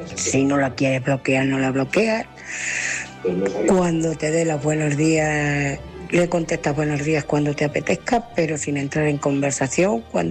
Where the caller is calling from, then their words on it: Ciudad Real, Castilla-La Mancha, Spain; Buenas noches, Álvaro. Buenas noches, oyentes. … de Ciudad Real.